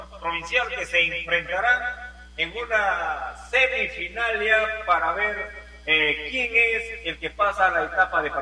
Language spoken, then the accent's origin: Spanish; San Martín, Peru; lo orgulloso de nuestra provincia de Rioja, como riojanos que somos nosotros